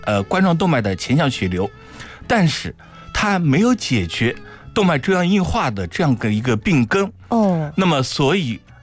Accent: China; 我们东方人或者说我们中国人

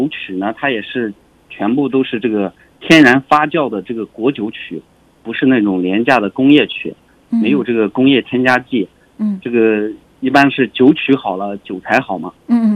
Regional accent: Jinghe, Xinjiang, China; 我从小就在这个枸杞之乡这个托里镇长大

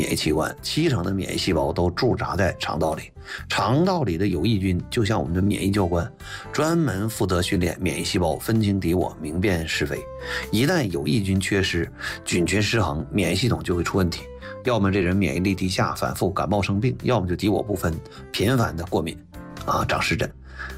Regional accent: China

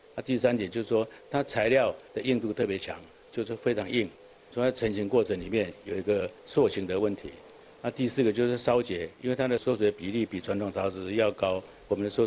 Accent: Taiwan; 因为我来自台湾，那希望在产品上面能够体现我们这个台商的一个正式的想法

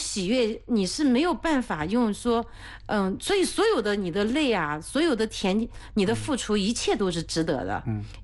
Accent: Guzhen, Anhui, China; 我也是土生土长的固镇人，也是农民的孩子，我父亲是老师。

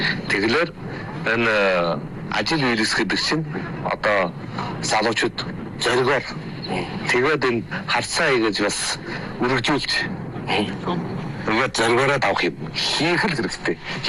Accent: Hulunbuir, Inner Mongolia, China; манай сайхан нутаг Хүлэнбэрт

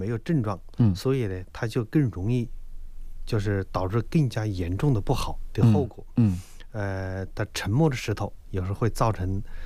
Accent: China; 我们中国人

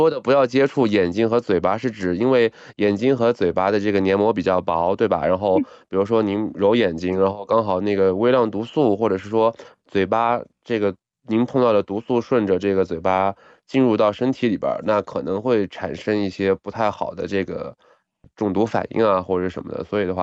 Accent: Kunming, Yunnan, China; 我觉得，因为我是这个土生土长的这个云南昆明人啊

